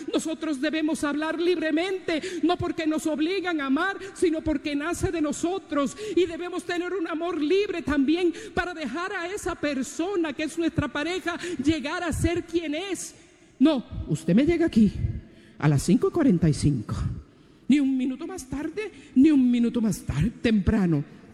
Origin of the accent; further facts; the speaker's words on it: Puerto Rico; Yo soy de Puerto Rico, él de Venezuela.